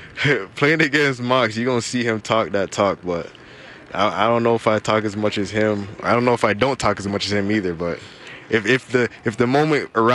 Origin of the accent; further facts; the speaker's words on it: Toronto, Ontario, Canada; also born or lived in Cape Breton, Nova Scotia; I'm from Toronto originally, but the East Coast out there in Nova Scotia, you know, I'm comfortable out there for sure.